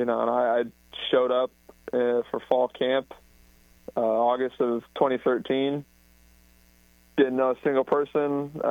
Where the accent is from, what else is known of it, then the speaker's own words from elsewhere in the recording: Delray Beach, Florida, United States; wow, that's, you know, 2.5-3 hours away from where I grew up in Delray Beach.